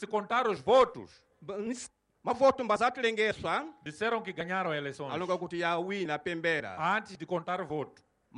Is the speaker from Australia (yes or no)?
no; Mozambique; O que nós temos que fazer como moçambicanos